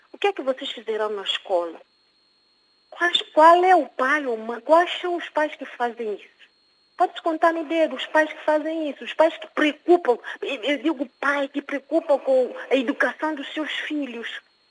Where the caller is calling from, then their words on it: São Tomé & Príncipe; Eu falo de Santo Tomé e Príncipe, que é meu país